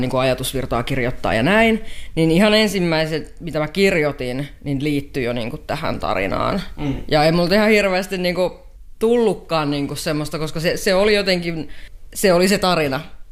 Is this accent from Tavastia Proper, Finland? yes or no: yes; Parola, Tavastia Proper, Finland; now in Menkijärvi, Finland; Mä oon lähtöisin Parolasta, Kanta-Hämeestä.